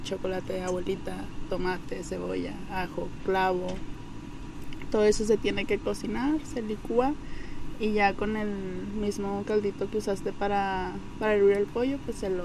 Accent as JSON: {"language": "Spanish", "town": "Múzquiz", "region": "Coahuila", "country": "Mexico", "said": "candidata a reina de la Feria Santa Rosa de Lima. Tengo 20 años de edad. Soy originaria de aquí de Musquis, pero llegué apenas hace 4 años."}